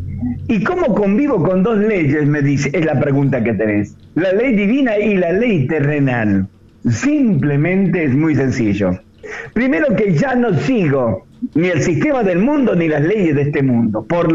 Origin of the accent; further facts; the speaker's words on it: Argentina; es mi deber, es mi responsabilidad como ciudadano argentino